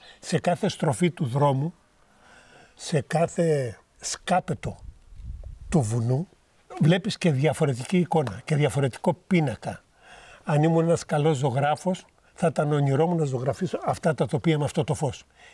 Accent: Areopoli, Peloponnese, Greece; moved away as an adult; also born or lived in Athens; Ναι, έχω γεννηθεί εδώ. Έχω περάσει τα παιδικά μου χρόνια και τα σχολικά από το Δημοτικό Σχολείο στη Λάγια και το Γυμνάσιο στην Αρεόπολη και τα υπόλοιπα 10 χρόνια στην Πρωτεύουσα, ναυτικός 10 χρόνια, στα Βαπόρια, στα Ποντοπόρα και παλινώστης στη Μάνη στα 32

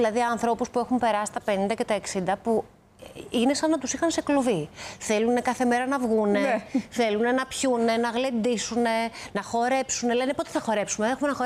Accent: Athens, Attica, Greece; Ο μπαμπάς μου ήταν από το Λαφίστη Βιωτίας. Ναι. Εγώ γεννήθηκα στην Αθήνα και μεγάλωσα στην Αθήνα.

